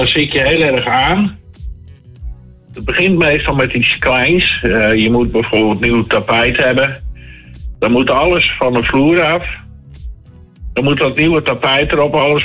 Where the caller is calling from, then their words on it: Friesland, Netherlands; Ja, dan ben ik wel een Fries. Maar ik ben een Noorderling natuurlijk.